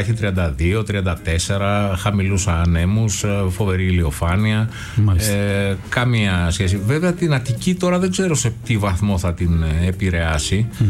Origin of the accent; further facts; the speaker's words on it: Corfu, Ionian Islands, Greece; now in Attica, Greece; την Κέρκυρα, την ιδιαίτερη πατρίδα μου.